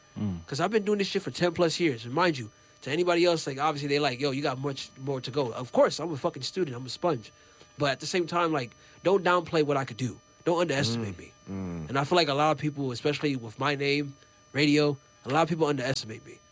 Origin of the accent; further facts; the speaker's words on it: New York City, New York, United States; Even though I'm from New York City and I follow that whole trait and all that stuff, that is not who I am.